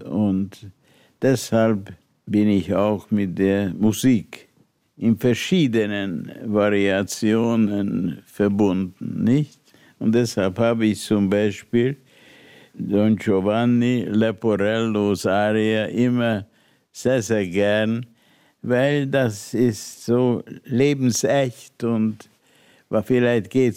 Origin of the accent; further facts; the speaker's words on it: Budapest, Hungary; moved away; Und ich bin in Budapest geboren, Schule gegangen, habe Gymnasium mit Auszeichnung beendet